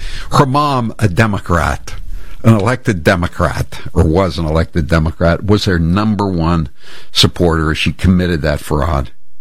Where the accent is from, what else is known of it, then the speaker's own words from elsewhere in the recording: California, United States; I grew up in Southern California.